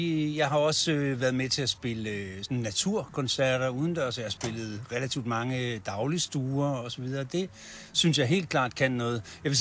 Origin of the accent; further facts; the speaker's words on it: Central Denmark Region, Denmark; also born or lived in Copenhagen; now in South Funen, Denmark; Vi flyttede fra København til Sydfyn for snart mange, mange år siden, og fandt nok tilbage til noget af det, som jeg i virkeligheden husker fra min barndom i Vestjylland.